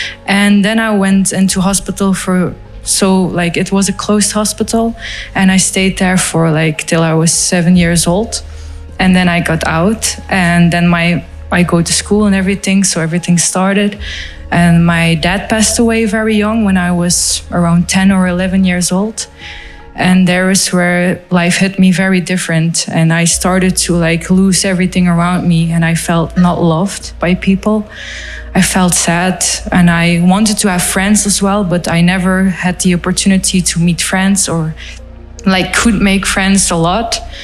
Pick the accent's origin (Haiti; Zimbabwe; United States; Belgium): Belgium; Flanders; now in Ghent, Belgium; I'm 24 years old. I'm from Belgium, originally from Limburg, and I live in Ghent.